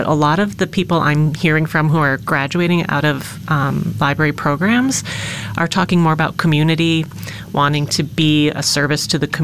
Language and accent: English; Forestville, New York, United States; moved away as an adult; also born or lived in Boston / Minneapolis / Seattle; now in Buffalo, United States; I grew up in Chautauqua County in a very tiny town called Forestville, and graduated from SUNY Fredonia as well with a business degree. So I've been in the area. I grew up in the area, but I've been away for about 25 years